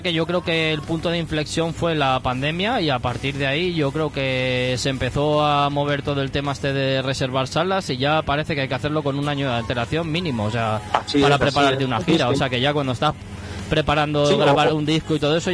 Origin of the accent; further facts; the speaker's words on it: Valencian Community, Spain; Yo soy valenciano, pero me he ido allí a magdalenas